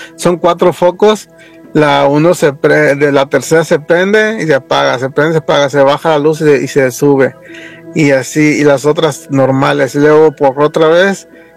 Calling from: Las Vegas, Nevada, United States; de Las Vegas.

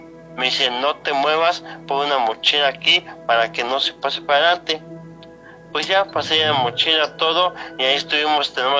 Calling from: Naucalpan, State of Mexico, Mexico; Aquí en la Ciudad de México, en Naucalpan.

